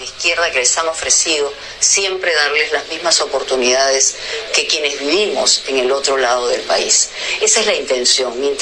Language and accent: Spanish; Peru; me duele como peruana